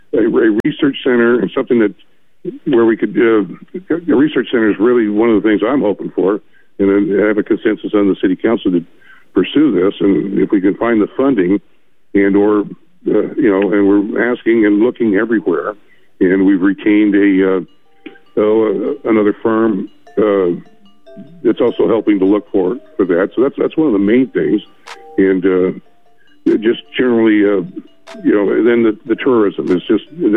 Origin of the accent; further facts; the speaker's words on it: Port Orford, Oregon, United States; I grew up in Port Orford, which is just due west of here.